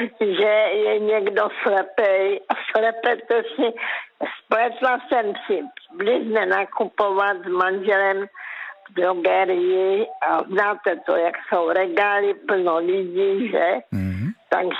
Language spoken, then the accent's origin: Czech; Karolinka, Zlín Region, Czechia; já pocházím z Karolinky a jela jsem do Velkých Karlovic.